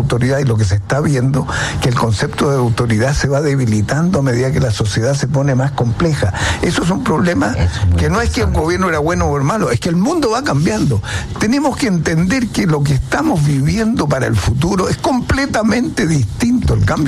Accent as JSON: {"language": "Spanish", "country": "Chile", "said": "si no pensamos largo como chilenos, izquierdas y derechas, en cosas clave para el futuro."}